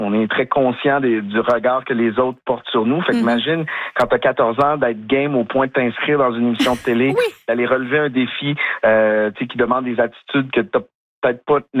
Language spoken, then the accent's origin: French; Quebec City, Quebec, Canada; Je sais pas si c'est parce que je viens de Québec